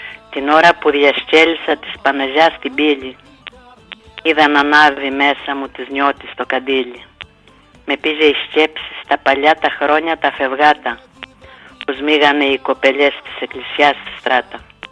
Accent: Vorizia, Crete, Greece; Λέω μέρα του Ευαγγελισμού επήγα στα βορίζα.

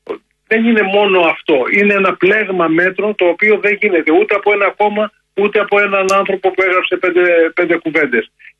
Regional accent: Central Greece, Greece; born there; έχω γεννηθεί σε χωριό, από τα κάψαλα στήρων νότιας Εύβοιας.

